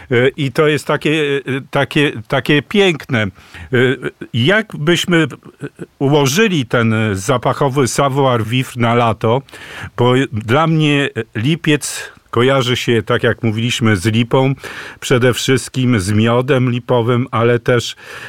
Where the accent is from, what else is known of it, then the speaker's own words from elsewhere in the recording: Kuyavian-Pomeranian Voivodeship, Poland; bo ja pochodzę z takich Borów Tucholskich